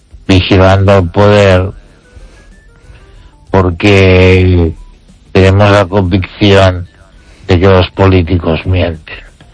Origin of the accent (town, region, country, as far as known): Spain